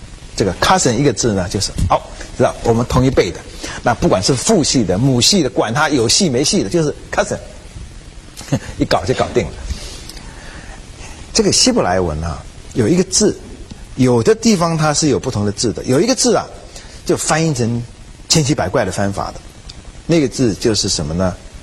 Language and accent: Chinese; China